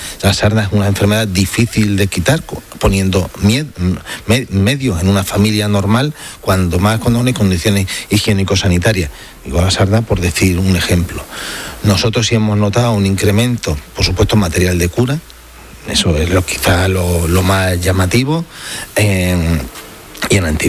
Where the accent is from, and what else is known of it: Ceuta, Spain; born or raised there